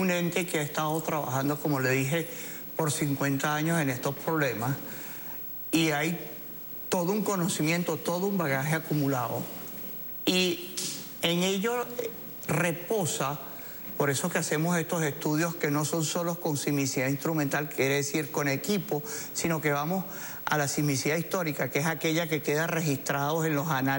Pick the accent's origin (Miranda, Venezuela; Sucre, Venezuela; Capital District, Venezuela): Sucre, Venezuela; Cumaná; mi ciudad natal, es la primera ciudad fundada en Venezuela, es 1515, en la ciudad de Cumaná, es la primera, es por eso se le llama la primogénita del continente, fue la primera ciudad fundada en tierra.